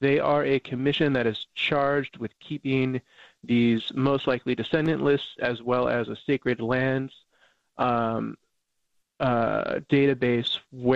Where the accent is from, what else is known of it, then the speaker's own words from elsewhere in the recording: Alameda, California, United States; I was adopted out of my tribe at birth and born and raised in Alameda